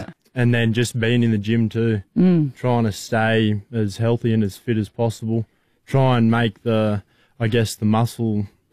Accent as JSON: {"language": "English", "town": "Tamworth", "region": "New South Wales", "country": "Australia", "tie": "born or raised there", "said": "Well, I'm from Tamworth, born and bred."}